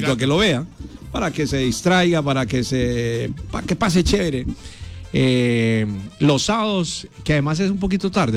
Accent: Paisa region, Colombia; de los que crecimos comiendo frijoles, hablo de los paisas

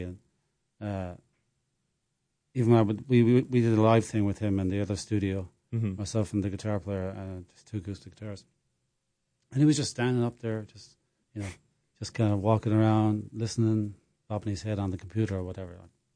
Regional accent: Ireland; moved away as an adult; now in United States; as an Irishman

